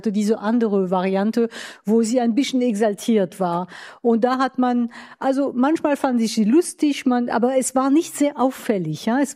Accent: Grand Est, France

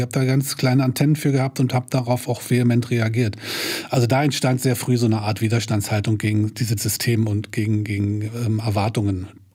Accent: Berlin, Germany; Also 6, 7 Jahre alt und bin dann in so eine klassische DDR-Schule gekommen in Lichtenberg, was ja auch die Hochburg der Stadtsicherheit war.

